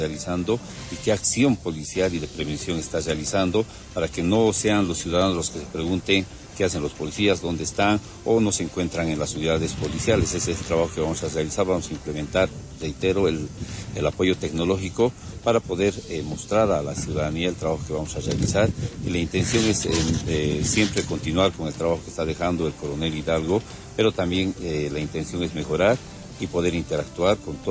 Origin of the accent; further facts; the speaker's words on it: Potosí, Bolivia; Yo soy potosino de origen y he nacido muy cerca de acá, de la ciudad de, de Oruro